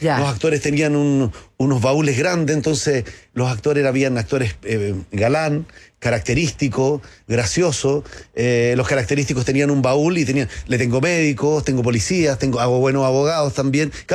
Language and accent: Spanish; Chile